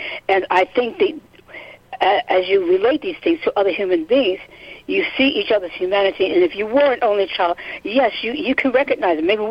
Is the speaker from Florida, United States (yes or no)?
no; New York, United States; Oh, well, as a New Yorker, brought up in the streets